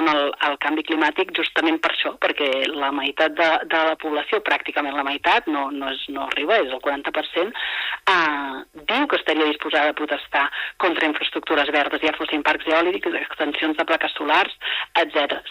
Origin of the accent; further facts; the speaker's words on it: Mataró, Catalonia, Spain; jo que soc de Mataró.